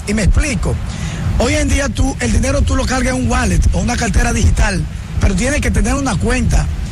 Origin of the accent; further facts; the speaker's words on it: Duarte, Dominican Republic; Y hoy en día, empezar aquí en mi pueblo, para mí es un orgullo.